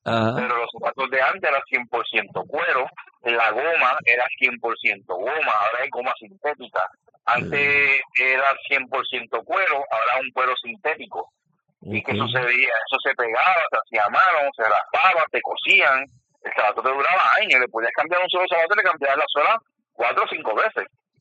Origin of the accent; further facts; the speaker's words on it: Bayamón, Puerto Rico; Yo soy de Bayamón, nacido en Bayamón.